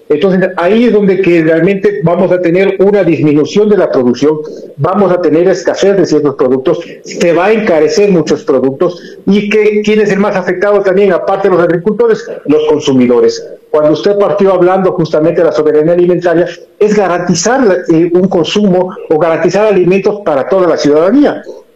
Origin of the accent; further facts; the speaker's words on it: Tungurahua, Ecuador; Aquí yo no me voy a poner como tungurahuense, sino como ecuatoriano.